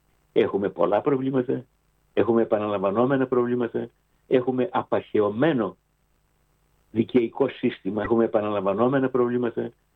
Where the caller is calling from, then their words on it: Greece; έχω δικαίωμα να τις επικρίνω σαν Έλληνας πολίτης.